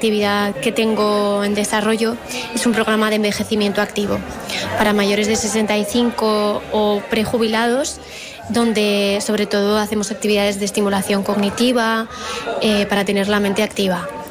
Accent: Artajona, Navarre, Spain; en mi pueblo, en Artajona

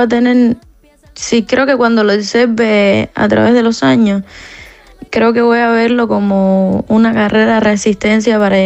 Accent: Cuba; now in Madrid, Spain; ¿Qué voy a echar de menos si aquí hay un calor que no puedo con mi vida? No puedo más.

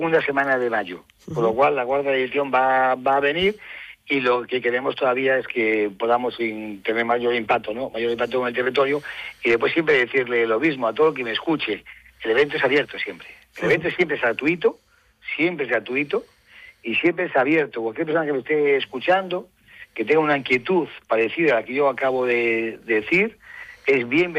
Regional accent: Ferrol, Galicia, Spain; yo soy de Ferrol

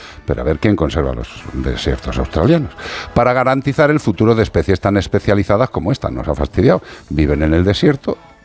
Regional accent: Galicia, Spain; Ay, mi tierra, algunas veces, pues como todos lados. Bisones muertos, mutilados, suciedad extrema, la granja de los horrores de La Coruña ha sido denunciada por una ONG.

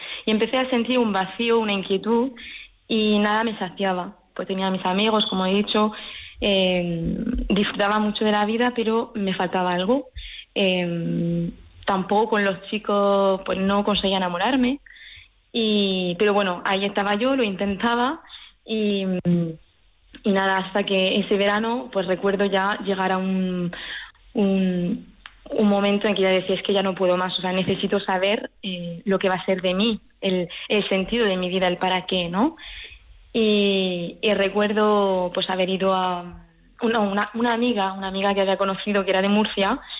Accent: Paris, Île-de-France, France; moved away as an adult; nací en París y viví ahí hasta, pues, hasta los 22 años, hasta que entré al convento.

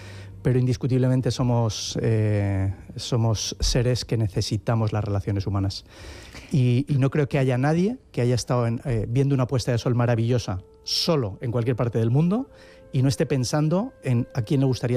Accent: Bilbao, Basque Country, Spain; yo soy de Bilbao, y digo que la diferencia entre la margen derecha y la margen izquier

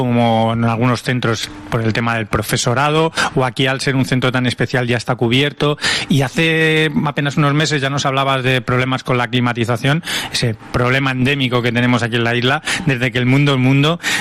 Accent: Madrid, Community of Madrid, Spain; yo soy de Madrid, me crié en un cole que también estaba muy bien, pero claro, estaba en un barrio

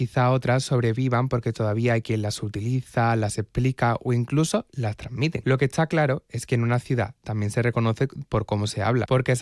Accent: Córdoba, Andalusia, Spain; Si hay una palabra que todos los cordobeses reconocemos, esa es pego.

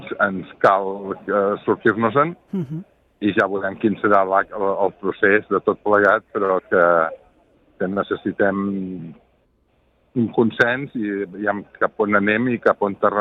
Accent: Catalonia, Spain; que era el responsable de la vinya i sóc del Penedès i bàsicament tinc vinyes

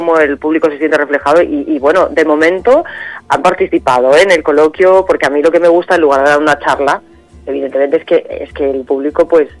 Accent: Puertollano, Castilla-La Mancha, Spain; moved away; También quiero decir que tanto el director como yo somos manchegos.

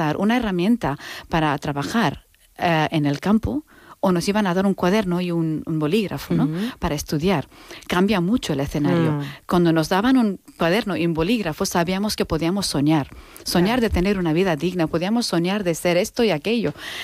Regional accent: Anantapur, Andhra Pradesh, India; Spanish is a second language; moved away as an adult; now in Mallorca, Spain; Estamos hablando del sur de la India. Mi pueblo se llama Anantapur, la provincia se llama, estado se llama Andhra Pradesh, ¿vale? Y de ahí a Mallorca, ¿no? He venido.

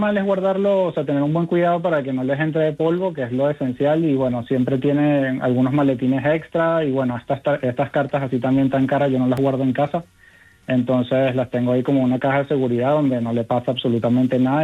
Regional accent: Venezuela; Yo soy venezolano

